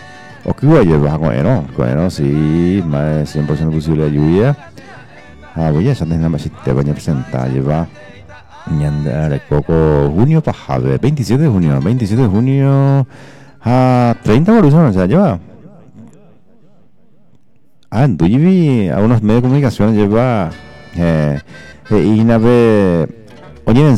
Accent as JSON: {"language": "Spanish", "country": "Paraguay", "said": "te envía un montón de gente compatriota, como siempre, paraguayo y paraguaya"}